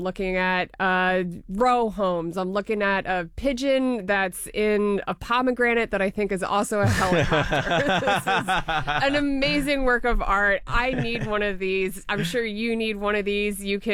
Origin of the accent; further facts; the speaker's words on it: Annapolis, Maryland, United States; So I grew up in Maryland. I grew up in Annapolis, and I grew up listening to WYPR.